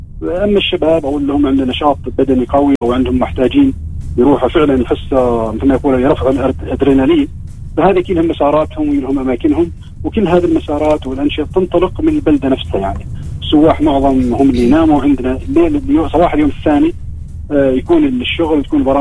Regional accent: Oman; احنا كعمانيين

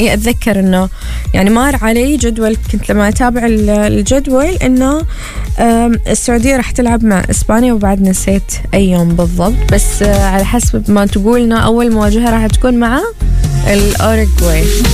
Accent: Oman; فأحنا تعرفين كعمانيين ما نحب وايد نصدع راسنا معاه

